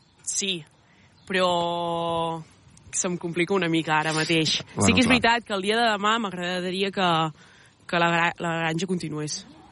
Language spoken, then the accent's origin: Catalan; Campllong, Catalonia, Spain; moved away; Jo vaig néixer a Campllong.